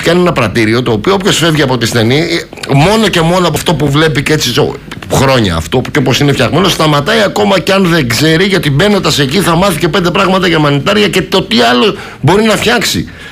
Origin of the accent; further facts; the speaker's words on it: Athens, Attica, Greece; Τα Πετράλωνα είναι το χωριό μου.